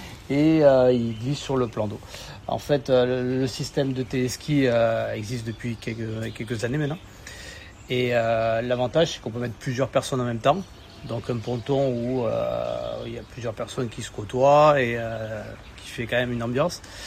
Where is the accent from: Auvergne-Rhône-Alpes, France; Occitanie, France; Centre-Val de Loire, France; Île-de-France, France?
Occitanie, France; Perpignan